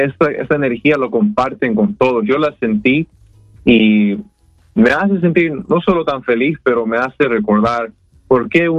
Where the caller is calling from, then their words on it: Los Angeles, California, United States; soy aquí de Los Ángeles. Tengo 26 años